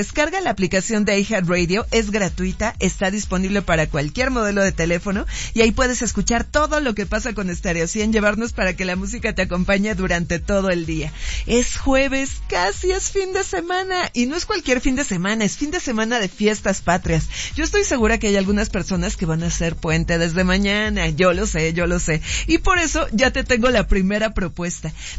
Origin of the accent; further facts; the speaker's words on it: Mexico; así somos los mexicanos